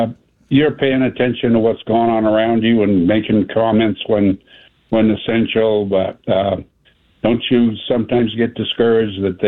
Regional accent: Keene, New Hampshire, United States; And I've lived here most of my life, born and bred here, left for a while

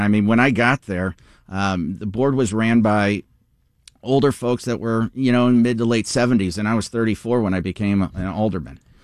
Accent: North St. Louis County, Missouri, United States; now in Lake St. Louis, United States; I grew up in North St. Louis County.

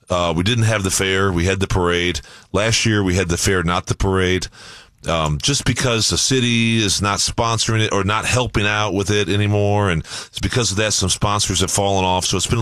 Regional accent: St. Louis, Missouri, United States; growing up in St. Louis

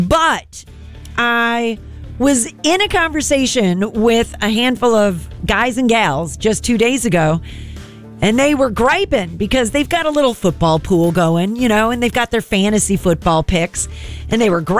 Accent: Midwest, United States; moved away; I grew up in the Midwest, so I was brought up right.

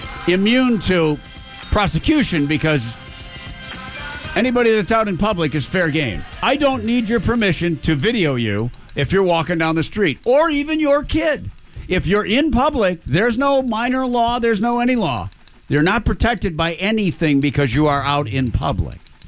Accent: Michigan, United States; From my home state of Michigan

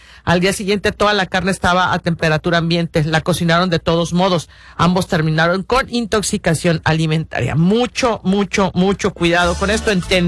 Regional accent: Mexico; como mexicanos, pues, no llevamos las tortillas.

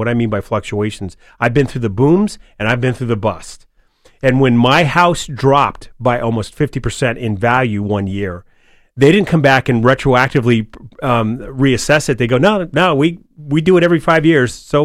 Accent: New Hampshire, United States; I'm from New Hampshire.

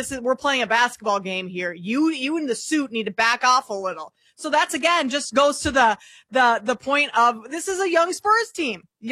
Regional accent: Minnesota, United States; now in Chicago, United States; I grew up in Minnesota, so the Timberwolves are my team. The Bulls, being here in Chicago, they're my secondary team.

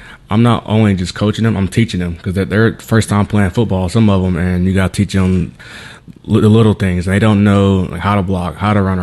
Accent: Macomb, United States; we're from here. We're from Macomb, from Summit

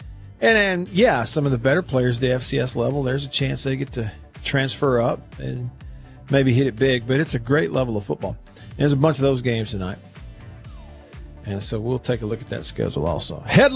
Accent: Tupelo, Mississippi, United States; a group of people in my hometown of Tupelo.

